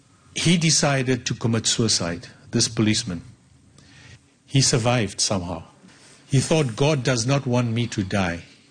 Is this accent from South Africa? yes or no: yes; South Africa; born there; I'm third generation, fourth generation South African born. My parents were born in South Africa as well.